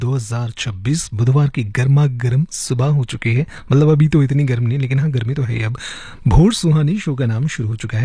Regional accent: Delhi, India; अब भाई हम दिल्ली वाले हैं, तेज गर्मी में भी हम लोग सुबह चाय पी कर जो है हमारी आंख खुलती है

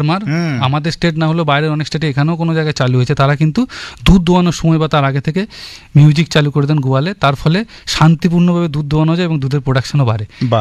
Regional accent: West Bengal, India; এবং পশ্চিমবঙ্গে যেটা সব থেকে আমাদের একটু চিন্তার বিষয়, যেটা হচ্ছে আমাদের এখানে কমিউনিটি গ্রেজিং বা চড়ার জায়গা খুব কম

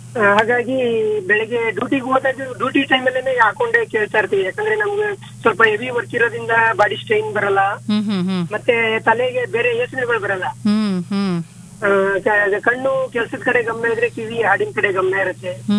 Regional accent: Sigekote, Karnataka, India; now in Bengaluru, India; ನಾವು ಕನಕಪುರ ತಾಲೂಕು ಸಿಗೇಕೋಟೆ ನಮ್ಮೂರು. ನಾವಿರೋದು ಬೆಂಗಳೂರು ಸುಂಕದಕಟ್ಟೆನಲ್ಲಿ.

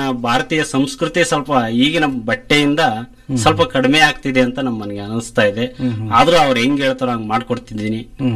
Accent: Jigadi, Karnataka, India; ನಮ್ಮ ಜಿಗಡಿ ಗ್ರಾಮದಲ್ಲಿ ಮಿಲೇವಿನೂರು ಸ್ವಲ್ಪ ಹತ್ರದಲ್ಲಿ ಸಿಟಿ ಇದ್ದಂಗಿದೆ, ಅಲ್ಲಿಂದನೂ ಸಹಿತ ನಮ್ಮ ಊರಿಗೆ ನಮ್ಮ ಹತ್ರ ಬರ್ತಿದ್ದಾವೆ.

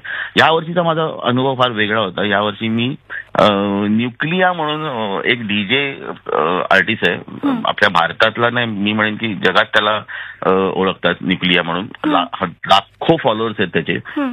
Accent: Mumbai, Maharashtra, India; म्हणजे मी लालबागचा आहे, मी गेली 10-15 वर्ष लालबाग मध्ये होतो. आता ह्या वर्षी मला केवळ म्हणजे काय म्हणतात ना की घर बदललं म्हणून मी कुर्ल्यात नेहरू नगरला आलोय, पण मनाने मी अजूनही लालबाग मध्येच आहे असतो.

